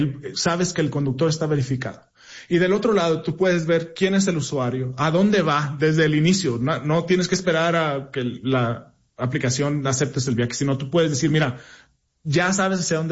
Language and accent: Spanish; northern Mexico, Mexico; a lo mejor el acento se nota. Yo soy del norte de México. En el norte de México estamos muy acostumbrados a ir a los tianguis, al mercado, ¿no?